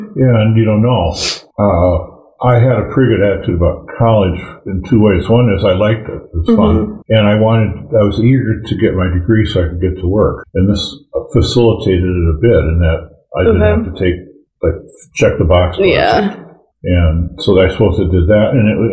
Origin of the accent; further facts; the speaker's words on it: St. Cloud, Minnesota, United States; I was from St. Cloud, so I just lived at home for the first couple of years.